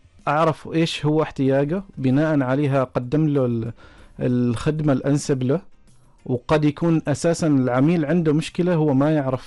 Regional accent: Oman; احنا عمانيين ونخدم هذه البلاد

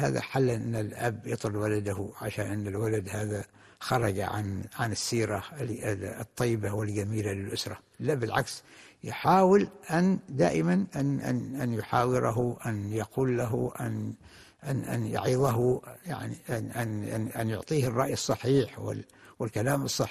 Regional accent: Oman; كان واحد الحياة بسيطة في القرى في البلدان مثلا عندنا في عمان تجد الواحد أين يذهب يعني البلد كلها متكاتفة وكلها متعاونة وكلها متعارفة

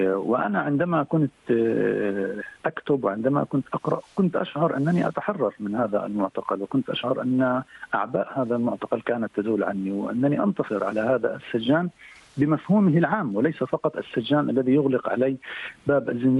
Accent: Palestine; كنا نتعرض كشعب فلسطيني

